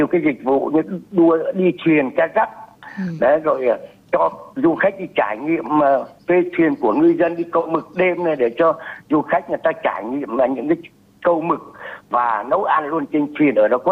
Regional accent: Nghi Sơn, Thanh Hoa, Vietnam; Người ta trở về đây biết được cái vùng đất quê hương tôi để chiêm ngưỡng những cái cảnh thiên nhiên và ban tặng là cho cái Bãi Đông cũng như Nghi Sơn là một cái vùng đất rất là đẹp

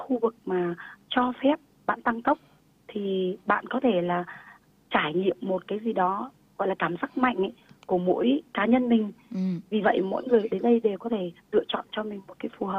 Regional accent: Da Lat, Lâm Đồng, Vietnam; Ừ, chị sinh ra và lớn lên ở Đà Lạt.

